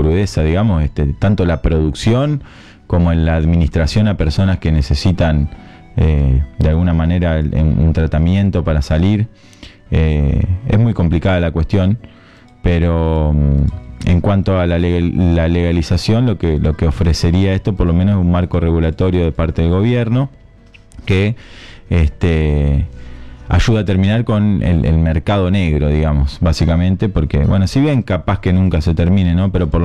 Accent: Acebal, Santa Fe, Argentina; en Acebal, en mi pueblo pasa mucho también, porque estamos a 40 kilómetros

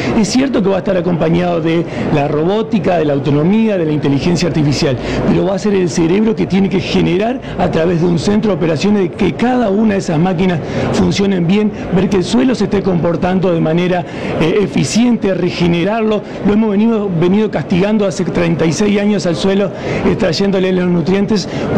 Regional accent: Estancia Grande, Entre Ríos, Argentina; yo nací en un pueblito que se llama Estancia Grande, cerca de Concordia, eso está al noreste de Entre Ríos. Vengo de una familia ganadera, mis padres producen ganado.

